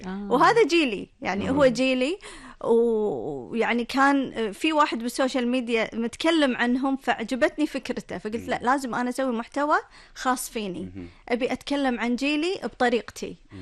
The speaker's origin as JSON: {"language": "Arabic", "country": "Kuwait"}